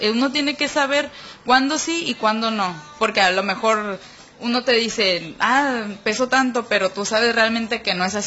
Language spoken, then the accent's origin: Spanish; Mexico; uno como mexicano siempre va a tener ese espíritu guerrero